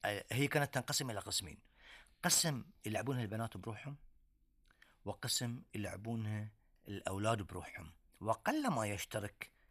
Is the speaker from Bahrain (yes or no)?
yes; Bahrain